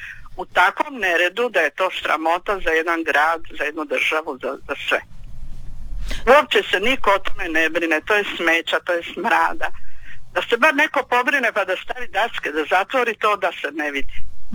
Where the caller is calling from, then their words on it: Zadar, Zadar County, Croatia; Ja sam inače iz Zadra, dolazim u Gračac